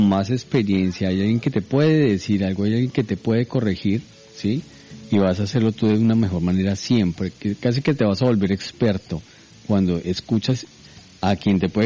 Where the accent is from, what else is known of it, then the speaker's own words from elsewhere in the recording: Colombia; Yo tuve la oportunidad de prestar el servicio militar en Colombia, en mi país.